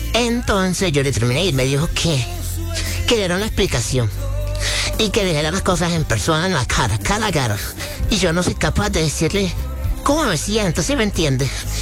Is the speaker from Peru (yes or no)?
no; Caribbean Region, Colombia; Yo soy costeño, soy de la costa.